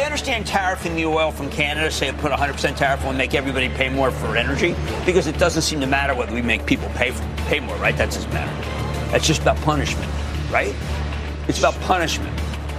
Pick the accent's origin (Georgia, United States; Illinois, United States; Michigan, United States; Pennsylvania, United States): Pennsylvania, United States; Philadelphia; I'm from Philadelphia.